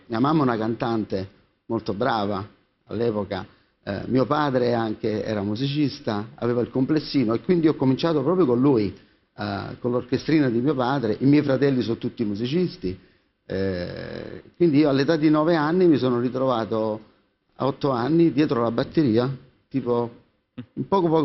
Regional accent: Naples, Campania, Italy; io sono un uomo del sud, sono un napoletano

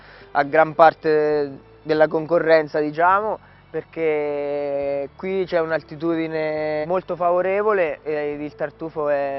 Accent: Amandola, Marche, Italy; Amandola è il mio paese di nascita, sono sempre stato qua.

